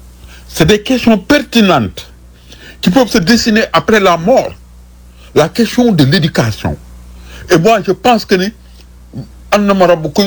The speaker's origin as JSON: {"language": "French", "country": "Senegal", "said": "En tant que Sénégalais, conserver des valeurs de terrain, de djom, de ngor et de kersa"}